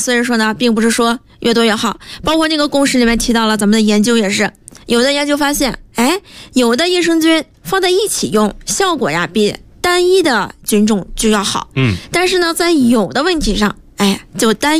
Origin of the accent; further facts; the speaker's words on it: Zhangqiu, Shandong, China; 我是山东人哈，我家是章丘的